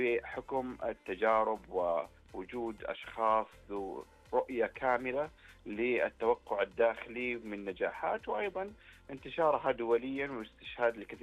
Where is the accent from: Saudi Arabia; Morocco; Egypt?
Saudi Arabia; عندنا في المملكة العربية السعودية